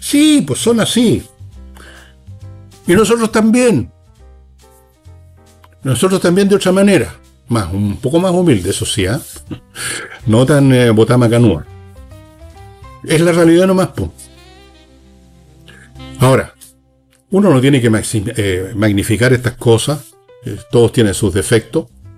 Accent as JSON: {"language": "Spanish", "country": "Chile"}